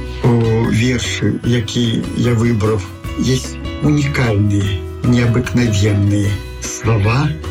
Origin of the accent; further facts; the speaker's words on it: Ivashkovichi, Gomel Region, Belarus; born there; now in Mogilev, Belarus; Я родился на Полесье, деревне Ивашковичи, в Петриковском районе.